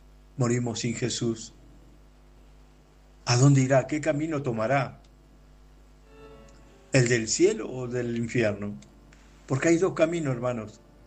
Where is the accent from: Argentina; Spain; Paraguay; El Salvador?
Argentina; soy de Argentina.